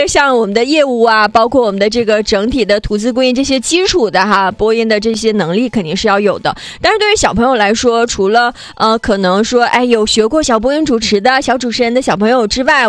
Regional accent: Liaoyuan, Jilin, China; 那刚才给大家介绍的是我的家乡辽源哈，

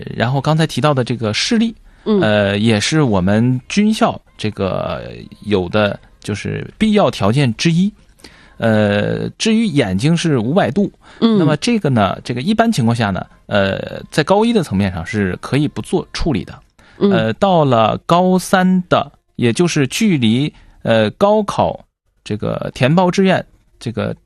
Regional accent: Changchun, Jilin, China; moved away as an adult; now in Xi'an, China; 是这样，这个我的老家也在长春 啊，在长春哈， 我在长春生活了18年，然后呢上大学的时候去了西安，一直到现在，所以实际上我是回家乡来宣传这个我的大学。

